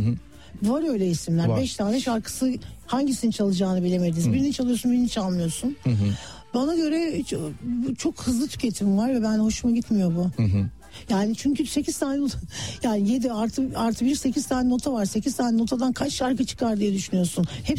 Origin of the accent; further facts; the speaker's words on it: Istanbul, Turkey; Benim çocukluğum Yeşilçam sokağında geçti.